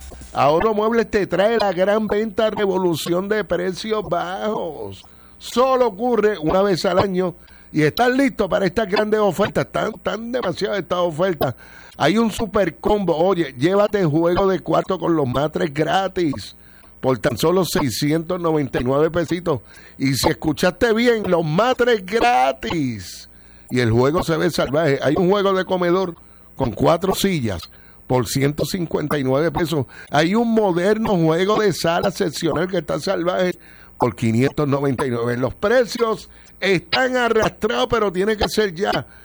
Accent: Añasco, Puerto Rico; yo pertenecí a la tropa 285 de Mister Alizá, que en paz descanse en mi pueblo de Añasco.

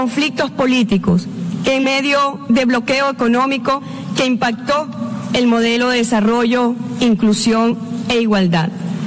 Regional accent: Venezuela; las diferencias que como venezolanos tenemos

